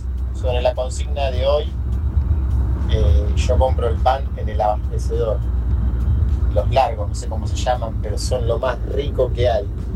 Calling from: Castelar, Buenos Aires Province, Argentina; de Castelar.

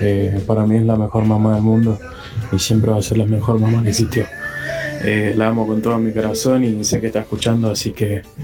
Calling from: Gregorio de Laferrere, Buenos Aires Province, Argentina; de Gregorio de la Ferrere.

